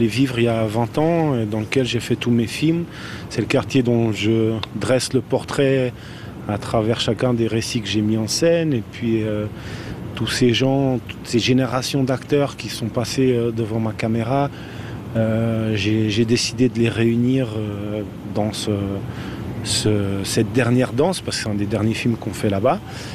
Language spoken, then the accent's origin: French; Vaud, Switzerland; moi, je suis vaudois. Et par conséquent, ma façon d'approcher, de regarder, de travailler avec les gens est éminemment suisse.